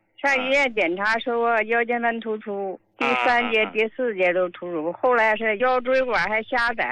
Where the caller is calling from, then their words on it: Harbin, Heilongjiang, China; 我是哈尔滨的患者。